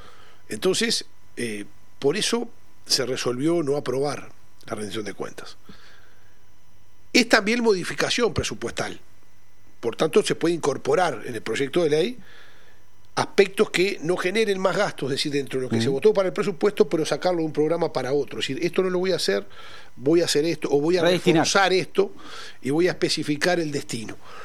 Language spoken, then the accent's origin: Spanish; San José, Uruguay; que soy de San José, todo en el costillar oeste de San José